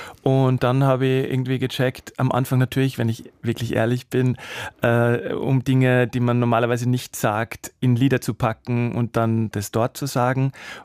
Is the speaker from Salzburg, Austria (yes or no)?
yes; Salzburg, Austria; ich meine, ich komme wirklich aus Salzburg, und da ist halt der Mozart